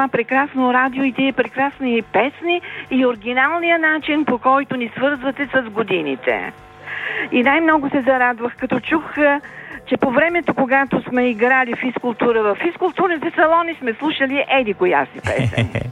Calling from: Sofia, Sofia City, Bulgaria; съм от София.

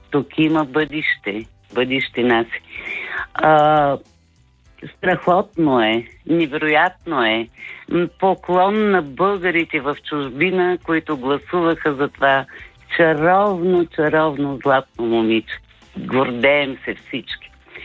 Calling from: Plovdiv, Plovdiv Province, Bulgaria; от Пловдив.

